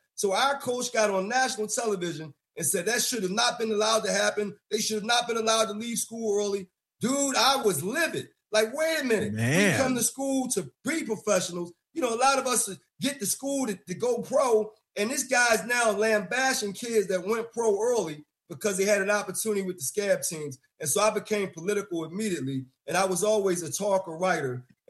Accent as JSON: {"language": "English", "town": "Philadelphia", "region": "Pennsylvania", "country": "United States", "tie": "born or raised there", "also_born_or_lived": "Mount Airy, Philadelphia"}